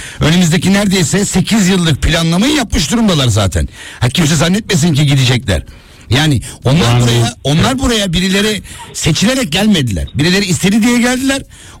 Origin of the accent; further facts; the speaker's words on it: Kocaeli, Turkey; Ben bunu bir Kocaelili olarak